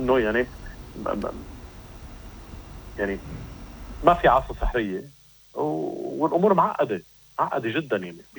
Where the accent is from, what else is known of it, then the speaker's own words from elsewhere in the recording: Lebanon; مسؤوليه الدوله ومسؤوليتنا نحن كلنا كلبنانيين، يعني مسؤوليتنا كلنا.